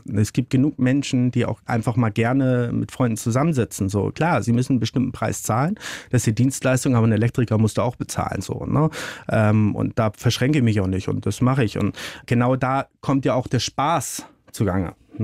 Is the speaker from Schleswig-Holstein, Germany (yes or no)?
yes; Ellerdorf, Schleswig-Holstein, Germany; Im Mittelpunkt von Schleswig-Holstein, das Örtchen hieß Ellerdorf, da steckt das Dorf schon im Namen drin.